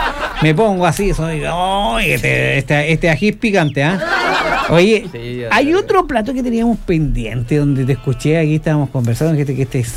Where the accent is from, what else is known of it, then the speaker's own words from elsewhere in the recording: Chile; así somos los chilenos.